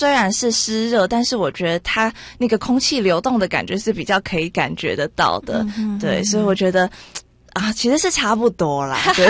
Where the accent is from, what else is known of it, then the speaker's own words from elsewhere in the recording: Taipei, Taiwan; 对，我是台北人。